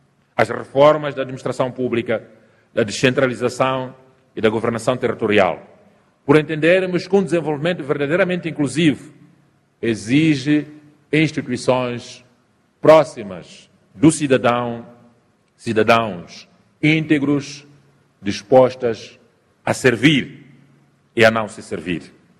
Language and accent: Portuguese; Mozambique; continuaremos, como moçambicanos